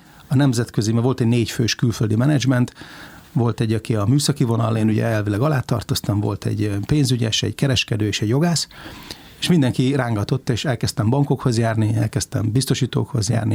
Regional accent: Székesfehérvár, Fejér, Hungary; born or raised there

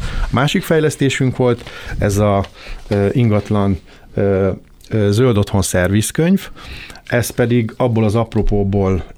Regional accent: Szeged, Csongrád-Csanád, Hungary; Szegedi gyerek vagyok, 50 éves elmúltam, van két csodás lányom, meg egy csodás feleségem. Szegeden a Vedresben végeztem, az építőipari szakközépben

